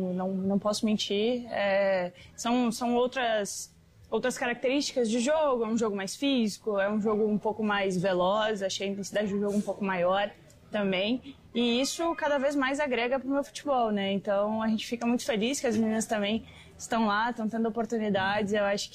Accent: Rio Grande do Sul, Brazil; Sou gaúcha, acompanho desde sempre

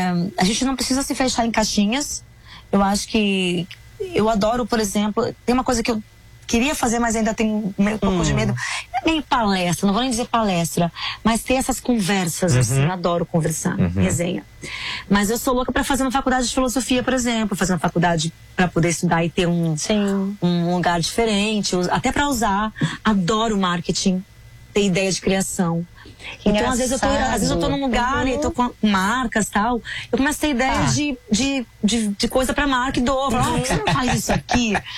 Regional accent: Brazil; a gente é brasileira

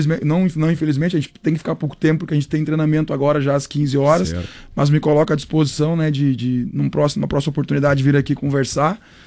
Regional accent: Brazil

